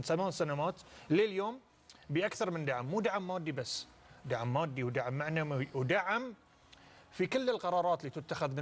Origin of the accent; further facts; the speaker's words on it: Bahrain; احنا مو موجود عندنا في البحرين